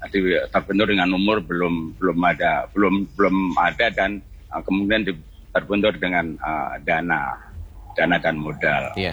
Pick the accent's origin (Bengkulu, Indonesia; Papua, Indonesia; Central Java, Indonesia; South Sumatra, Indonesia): Central Java, Indonesia; Klaten; Saya di Klaten